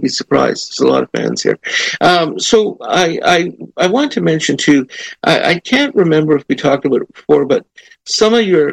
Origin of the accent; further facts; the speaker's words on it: Toronto, Ontario, Canada; born there; now in Belleville, Canada; I'm in Belleville. I was born in Toronto, but I'm in Belleville now, which is about an hour and a half, 2 hours away from Toronto.